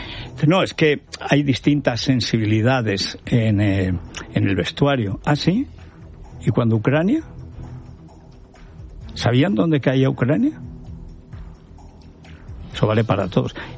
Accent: Spain; como español y como madridista

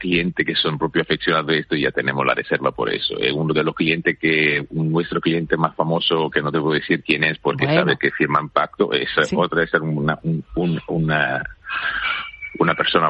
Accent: Italy; Spanish is a second language

